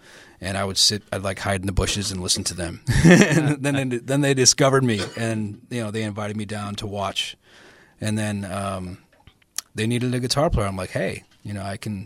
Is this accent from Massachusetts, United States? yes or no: yes; Holyoke, Massachusetts, United States; moved away as an adult; also born or lived in Los Angeles; Yeah, born and raised in Holyoke, Massachusetts. When I was in my 20s, I moved to Los Angeles.